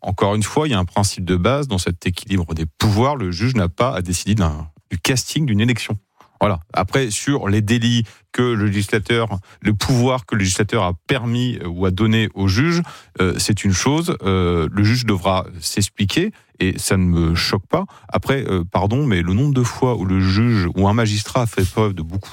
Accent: France; moi, en tant que Français simple

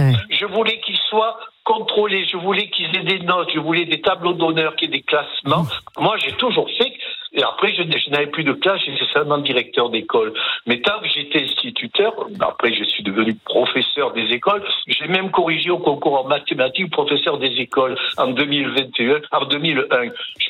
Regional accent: Algeria; born there; je suis né en Algérie parce que mon père fuit en Algérie.

